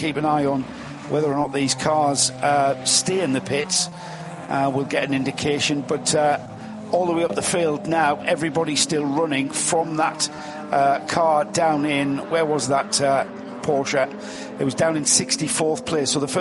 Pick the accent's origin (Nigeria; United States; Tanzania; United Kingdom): United Kingdom; England; I'm English, I'm British.